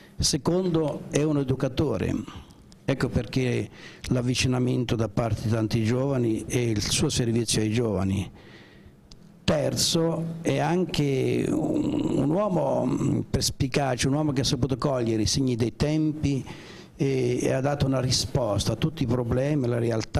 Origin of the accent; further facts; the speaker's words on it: Civitanova Marche, Marche, Italy; Sono da Civitanova